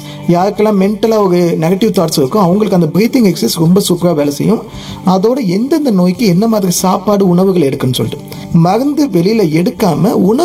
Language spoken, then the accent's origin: Tamil; Pamban, Tamil Nadu, India; born there; moved away; also born or lived in Chennai; இப்போ அது எல்லாத்தையும் முடிச்சுட்டு நான் பாமனில் நம்ம ஊரில் செட்டில் ஆகணும்னு முடிவு பண்ணியிருக்கேன். நான் பாமனில் தான் பிறந்தேன்.